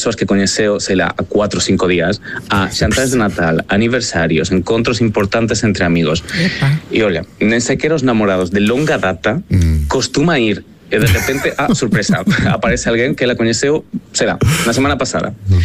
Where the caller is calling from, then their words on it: Spain; accent: Spanish; Portuguese is a second language; Antes de mais, eu sou espanhol, acho que deve parar para saber pelo sotaque.